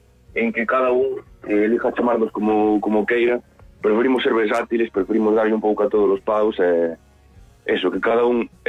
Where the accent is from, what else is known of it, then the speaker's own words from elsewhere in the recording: Cabana de Bergantiños, Galicia, Spain; now in A Coruña, Spain; Yo de Cabana, Bergantiños.